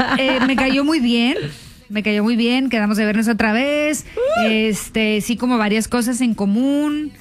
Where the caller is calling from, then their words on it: Mexico; si soy mexicana y luego mayor